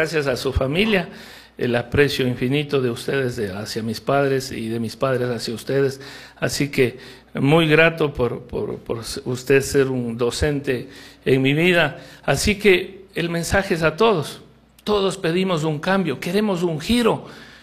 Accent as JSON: {"language": "Spanish", "town": "Macas", "region": "Morona Santiago", "country": "Ecuador", "said": "nos identificamos como macabeos"}